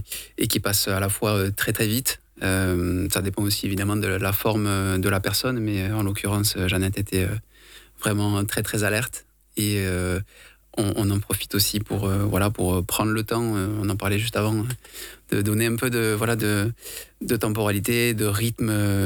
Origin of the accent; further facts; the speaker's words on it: Condom, Occitanie, France; je viens du Gers, de Condom précisément, okay. Petite ville voilà, de 6000 habitants, et au climat aussi voilà, très sec, surtout par ces chaleurs voilà, d'été.